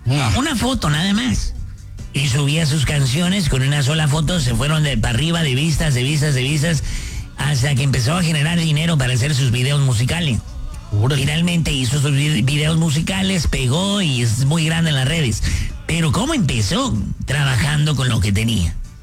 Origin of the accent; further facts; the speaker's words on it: Ciudad Obregón, Sonora, Mexico; Y si no me conocías … Soy de Ciudad Obregón y doy consejos todos los días para hombres y para mujeres también.